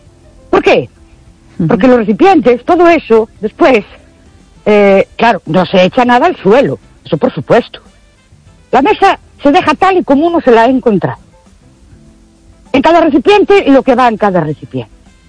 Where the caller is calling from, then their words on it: Ourense, Galicia, Spain; de Ourense otra vez.